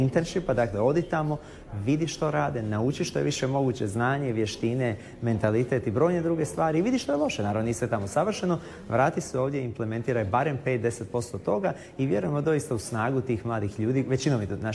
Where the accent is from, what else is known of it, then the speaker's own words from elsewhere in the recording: Split, Split-Dalmatia County, Croatia; accent: Split; moved away as an adult; also born or lived in Zagreb, Croatia; now in United States; Ja sam završio medicinski fakultet s ponosom u Splitu, inače rođen iz Splita, odrastao u Splitu i sve kažu da imam toliko naglasak iz Splita, ali ima tu i tamo negdje naglasak.